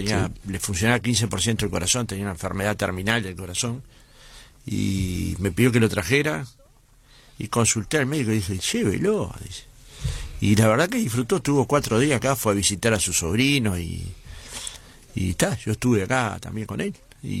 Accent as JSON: {"language": "Spanish", "region": "Montevideo", "country": "Uruguay", "tie": "born there", "said": "Yo nací en Montevideo, pero era hijo un riverense."}